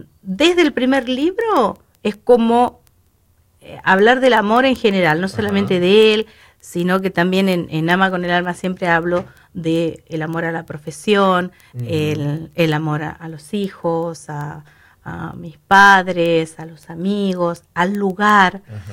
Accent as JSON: {"language": "Spanish", "region": "Santa Fe", "country": "Argentina", "also_born_or_lived": "Río Gallegos / Gobernador Gregores", "moved": "as an adult", "said": "Yo siempre vengo de Santa Fe"}